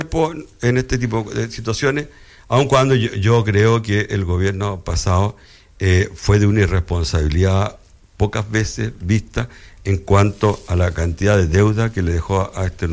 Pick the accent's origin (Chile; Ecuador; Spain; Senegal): Chile